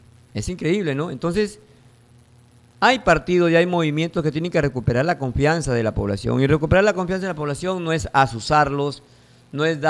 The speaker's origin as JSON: {"language": "Spanish", "country": "Peru", "said": "Eso nos hace daño como peruanos."}